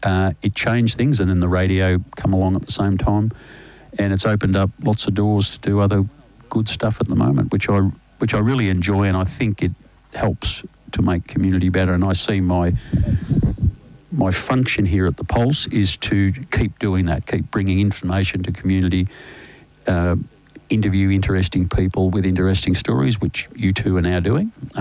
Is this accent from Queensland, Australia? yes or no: no; Wordy Bullock, Victoria, Australia; I was one of eight children, brought up on a farm at a little place called Wordy Bullock, which you would drive through if you were going from Geelong to Birragara.